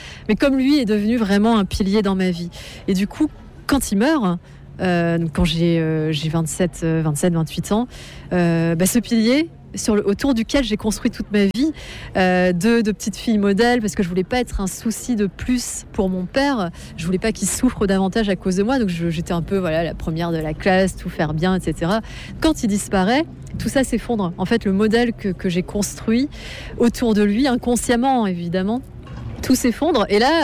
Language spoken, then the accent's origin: French; Hauts-de-France, France; born there; Il l'a ramenée en France. Je suis née en Picardie. C'est très exotique.